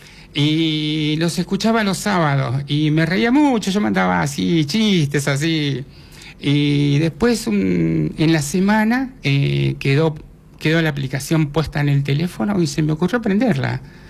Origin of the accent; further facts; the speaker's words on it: Chilecito, La Rioja, Argentina; born there; se vuelven y acá nací yo, acá en Chilecito. Tuve el privilegio de nacer acá y orgulloso de nacer acá